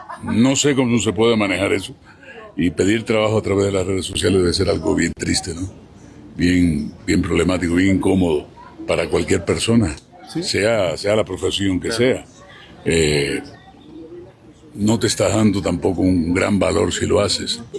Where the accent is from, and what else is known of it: Cuba